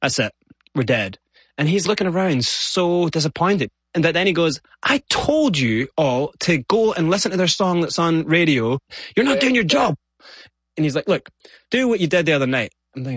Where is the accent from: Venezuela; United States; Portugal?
United States; Hemet, California; I'm from Hemet and met him in Huntington and we started from there.